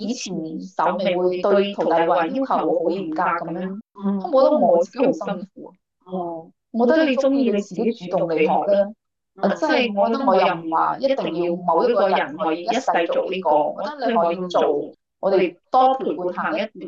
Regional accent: China; 即系依家我哋中国人文化自信，我哋国家即系富强。

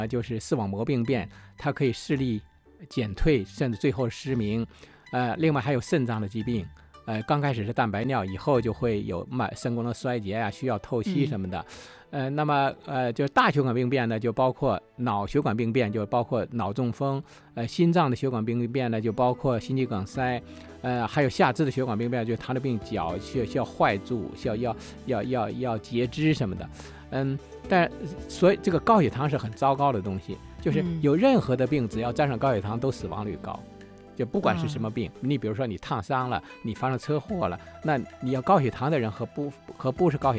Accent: China; 对于我们中国人来说的话呢

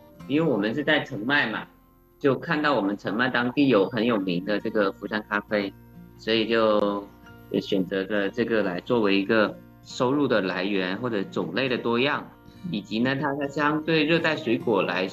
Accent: Guangxi, China; now in Chengmai, China; 我老家是广西的，但我们家来海南就很久了，也几十年了。

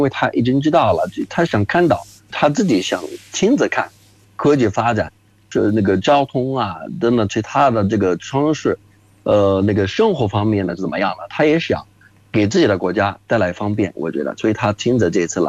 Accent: Jordan; Chinese is a second language; moved away; 我是来自约旦的

